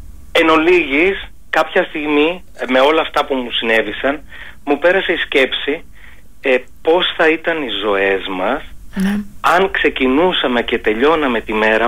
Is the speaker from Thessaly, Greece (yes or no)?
yes; Trikala, Thessaly, Greece; now in Vienna, Austria; είμαι Τρίκαλα γιατί χθες είχα παρουσίαση εδώ στα Τρίκαλα. Αγαπημένη... Στην πατρίδα μου.